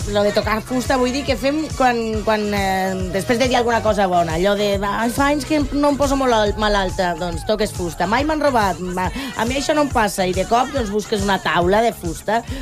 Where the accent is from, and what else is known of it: Lleida, Catalonia, Spain